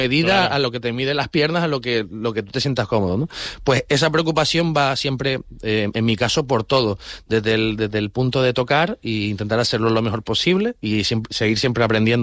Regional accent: Canary Islands, Spain; Y siempre juntándose con de donde yo vengo y de lo que yo he mamado, ¿no? Es decir, tanto de la música del folclore canario

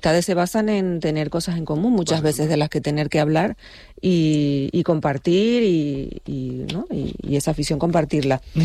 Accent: La Palma, Canary Islands, Spain; yo que soy de La Palma

